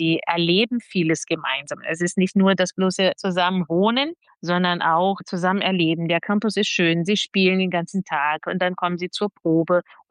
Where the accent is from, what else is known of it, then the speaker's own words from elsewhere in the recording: Brazil; also born or lived in Berlin; now in Nuremberg, Germany; Also ich habe immer in Kinderchöre gesungen, aber in Brasilien war es damals